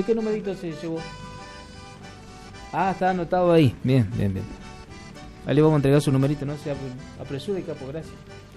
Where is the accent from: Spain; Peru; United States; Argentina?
Argentina; Si no sufrimos, no somos argentinos.